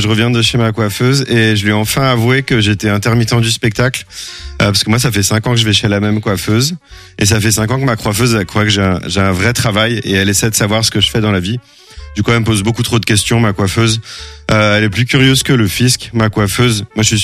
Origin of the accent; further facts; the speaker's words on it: France; les Français, on a beaucoup de mots pour dire ne pas travailler quand même.